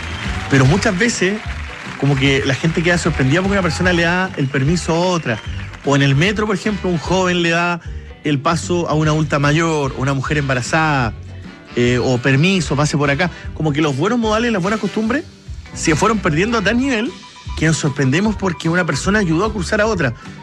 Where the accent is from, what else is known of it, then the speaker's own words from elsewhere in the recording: Magallanes and Chilean Antarctica, Chile; los que somos de Magallanes conocemos.